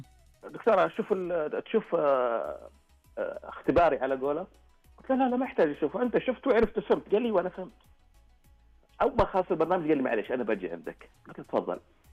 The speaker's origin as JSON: {"language": "Arabic", "country": "Saudi Arabia", "said": "إحنا كشعب سعودي"}